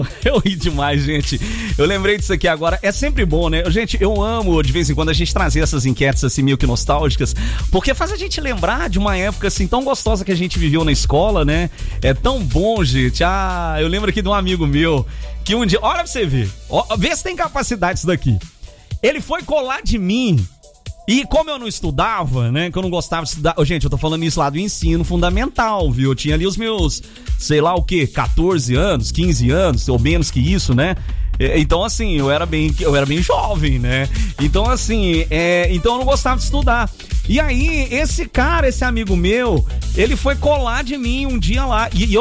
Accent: Minas Gerais, Brazil; moved away; lá em Minas Gerais a gente conhece também como arroz com galinha, né?

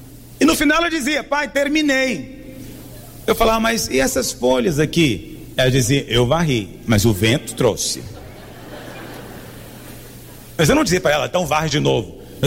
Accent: Goiás, Brazil; Eu sou goiano, eu falo dá conta, né?

